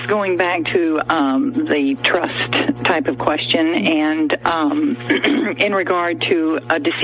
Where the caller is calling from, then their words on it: Lake County, Florida, United States